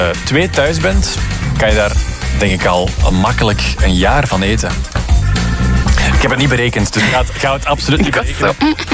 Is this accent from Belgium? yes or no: yes; Belgium; Als Belg is dat heel mooi.